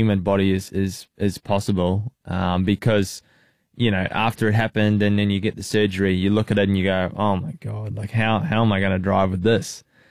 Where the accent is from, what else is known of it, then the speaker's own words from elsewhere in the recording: New Zealand; my whole life from … growing up in New Zealand